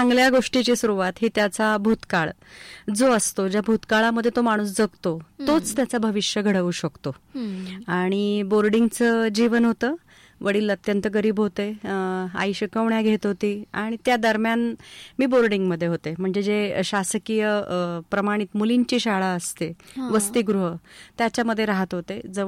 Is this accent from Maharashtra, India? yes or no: yes; Nashik, Maharashtra, India; सगळं नाशिकला मातोश्री रामप्यारी सारडा कन्या विद्या मंदिर आहे तिथं झालं शिक्षण.